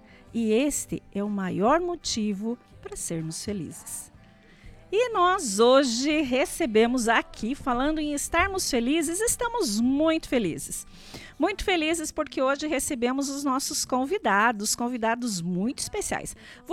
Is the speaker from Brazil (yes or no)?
yes; Palmeira, Paraná, Brazil; Não é porque a gente é daqui, né? Puxar o assado para sardinha, né? Mas Palmeira é uma cidade maravilhosa, né? Eu acho assim, não, já saí de Palmeira, já morei fora duas vezes, mas voltei para Palmeira.